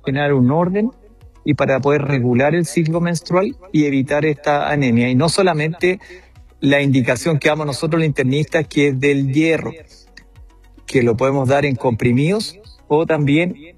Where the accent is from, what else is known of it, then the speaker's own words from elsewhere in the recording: Viña del Mar, Valparaíso, Chile; al saber que venimos de Chile y especialmente de Valparaíso, de Viña del Mar